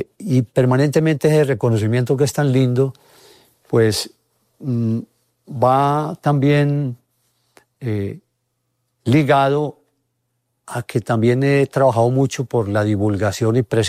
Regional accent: Colombia

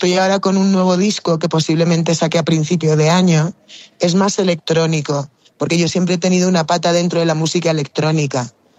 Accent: Mallorca, Balearic Islands, Spain; born there; yo nací en Mallorca, en España.

